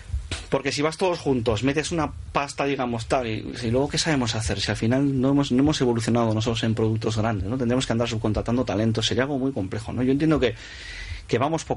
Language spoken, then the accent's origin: Spanish; Bilbao, Basque Country, Spain; soy de Bilbao, soy así